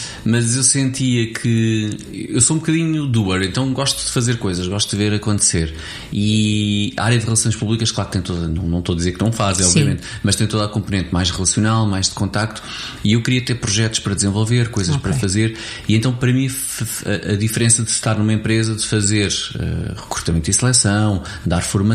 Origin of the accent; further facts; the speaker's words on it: Abrantes, Santarém, Portugal; moved away as an adult; Tenho 50 anos. Nasci em 1975, no Rossio Sul do Tejo, Abrantes. E, portanto, é um bocadinho esta a minha história aqui. E vivi a minha vida em Abrantes até aos 18 anos. Mas já não vivo cá, mas continuo muito ligado a Abrantes.